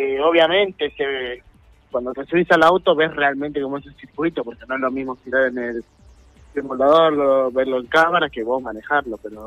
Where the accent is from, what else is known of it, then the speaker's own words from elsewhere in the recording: Pilar, Buenos Aires Province, Argentina; yo soy de Pilar, Buenos Aires.